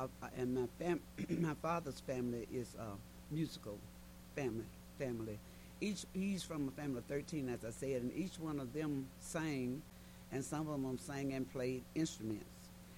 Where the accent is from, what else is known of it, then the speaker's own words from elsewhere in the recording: Starkville, Mississippi, United States; I grew up in Starkville, Mississippi.